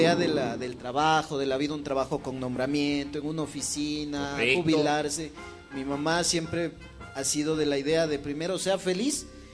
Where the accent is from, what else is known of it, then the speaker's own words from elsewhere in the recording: Ecuador; Y sí es chévere ser ecuatoriano.